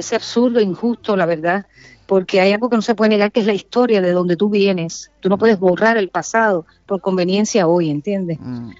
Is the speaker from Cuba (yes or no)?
yes; Cuba; now in Spain; mi tierra natal, a Cuba, a mi Cuba.